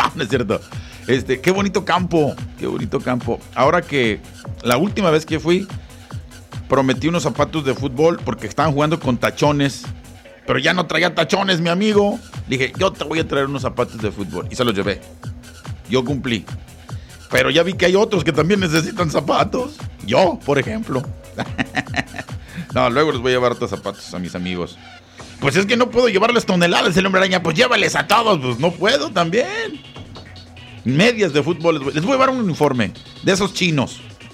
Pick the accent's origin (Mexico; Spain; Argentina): Mexico; San Martín Hidalgo, Jalisco; born there; moved away; mejor en mi pueblo, en La Loma. Saludos a La Loma de San Martín Hidalgo, Jalisco.